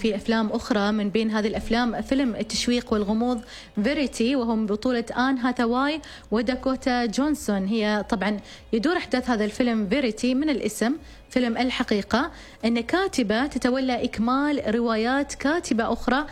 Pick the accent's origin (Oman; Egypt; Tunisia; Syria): Oman; نحن كعمانيين